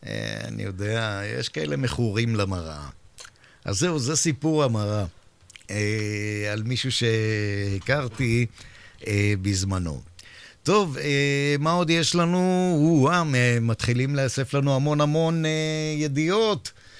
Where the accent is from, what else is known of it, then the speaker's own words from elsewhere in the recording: Holon, Tel Aviv District, Israel; אני חולוני